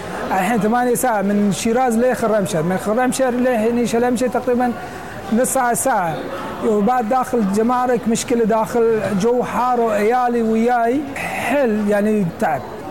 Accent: Kuwait; أنا كويت، أنا مثلا من الكويت

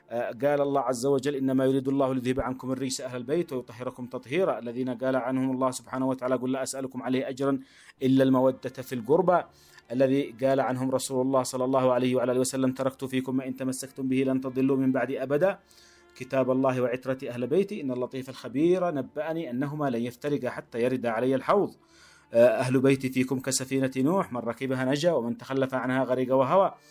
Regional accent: Yemen; نحن نرى اليوم من خلال مظلوميتنا وما نعانيه كيمنيين

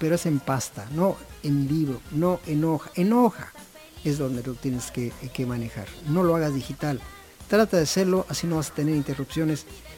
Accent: Mexico; la fecha más importante para nosotros como mexicanos y donde nosotros debemos festejar.

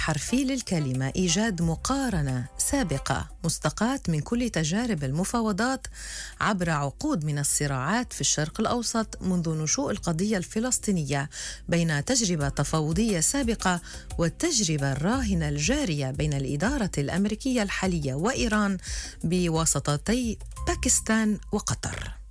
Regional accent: Lebanon; نحن تعبنا كلبنانية

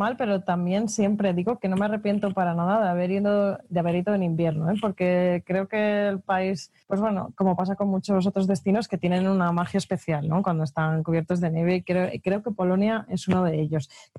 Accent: northern Spain, Spain; yo soy del norte de España y que estoy acostumbrada a temperaturas bajas

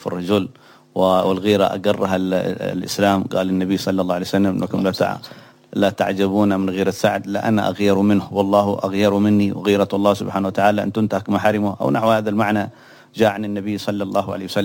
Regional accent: Yemen; وخصوصا عندنا في اليمن كنا نعرف حاله أنهن يقومن بخدمة البيوت

